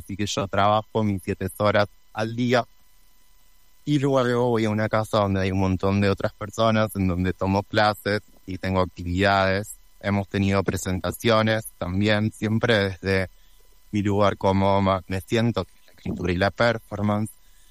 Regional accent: Argentina; moved away as an adult; now in San Cristóbal de las Casas, Mexico; la estructura social es también totalmente distinta a la nuestra como argentinos

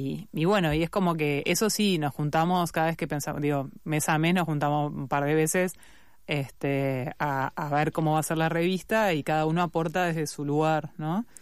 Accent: Uruguay; now in Argentina; yo soy uruguaya, viviendo en Argentina

